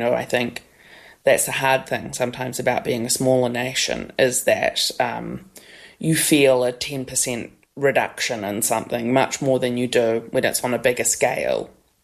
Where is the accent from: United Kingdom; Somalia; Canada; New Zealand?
New Zealand; maybe through my nature of being a New Zealander or something